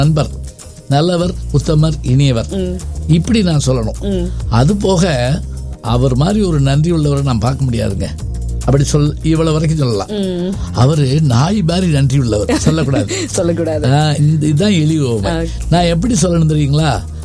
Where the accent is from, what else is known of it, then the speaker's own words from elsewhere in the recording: Tamil Nadu, India; now in Madurai, India; நான் கிராமத்துல வளர்ந்த பையன்